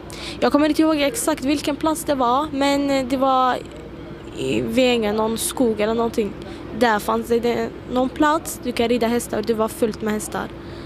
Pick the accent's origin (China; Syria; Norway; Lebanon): Syria; also born or lived in Jordan; now in Sweden; Jag kommer från Syrien faktiskt.